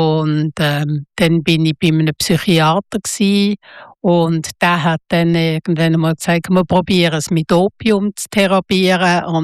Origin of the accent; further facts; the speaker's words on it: Basel, Basel-Stadt, Switzerland; Das ist so Jugendhauszeit gewesen und ich bin in Basel aufgewachsen, oder?